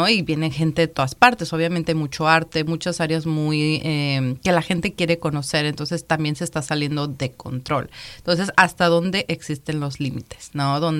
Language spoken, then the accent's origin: Spanish; Mexico; Pero después si llegas, yo puedo llegar y yo, oye, soy mexicana.